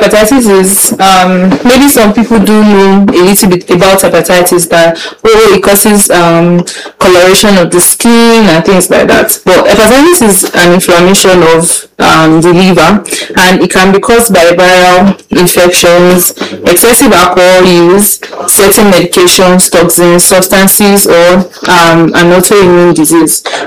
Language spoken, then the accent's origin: English; Nigeria; I'm a Nigerian registered nurse and a midwife, and also a United States registered nurse.